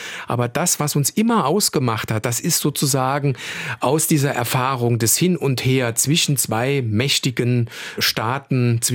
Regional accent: Saarbrücken, Saarland, Germany; wir sollten darauf als Saarländer und Saarbrücker eben stolz sein

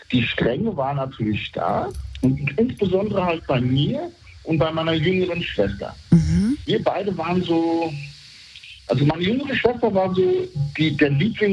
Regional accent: Bad Soden am Taunus, Hesse, Germany; Wir sind in Bad Soden am Taunus groß geworden und jeder kannte ihn halt durch seinen Job.

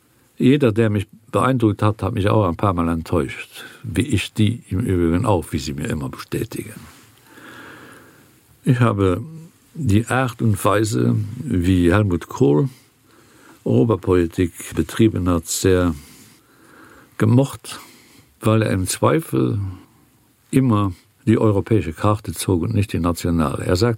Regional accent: United Kingdom; German is a second language; dann muss ich sagen, als ein Brite, der den Euro gerne hätte, aber nicht darf, weil seine Regierung dagegen ist, dann kriegt auch ihr den Euro nie.

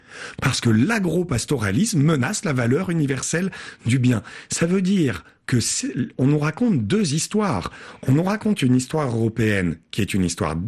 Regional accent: France; Moi, je suis originaire des Cévennes.

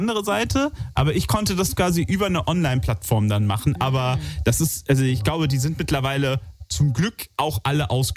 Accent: Alzey, Rhineland-Palatinate, Germany; born or raised there

